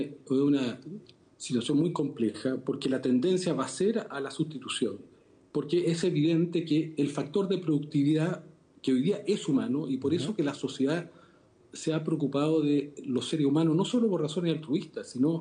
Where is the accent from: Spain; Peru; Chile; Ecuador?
Chile